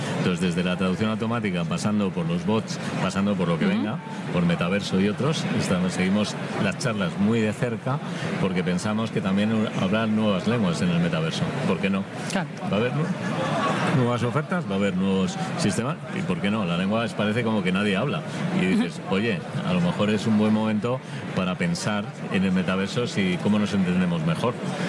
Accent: Spain; yo digo primer país porque soy español

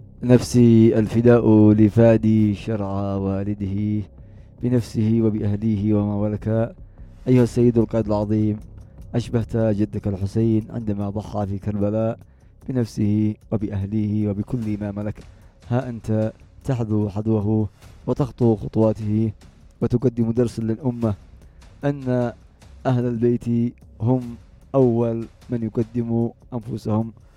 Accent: Yemen

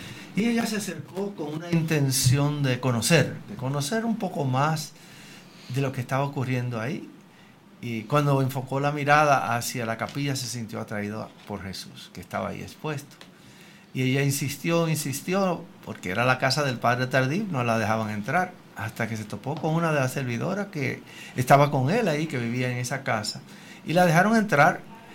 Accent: Dominican Republic; now in Miami, United States; Soy de la República Dominicana, ahí inicié mis pasos en los caminos de la fe. No es que estuviera lejos de la iglesia, estaba tan cerca que vivía frente a un templo.

